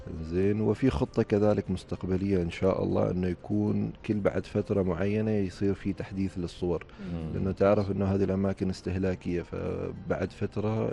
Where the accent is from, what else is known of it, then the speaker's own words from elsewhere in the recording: Oman; أنا اليوم كعماني